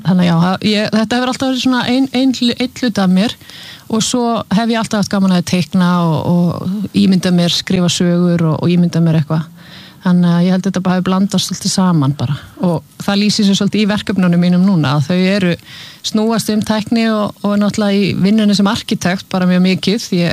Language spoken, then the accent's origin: Icelandic; Húsavík, Northeastern Region, Iceland; Já Ég er frá Húsavík Fóreldra minni frá Akureyri og Húsavík